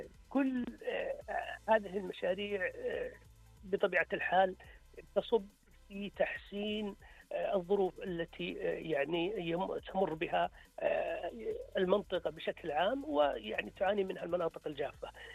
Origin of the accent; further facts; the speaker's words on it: Al-Qassim, Saudi Arabia; عندنا في القصيم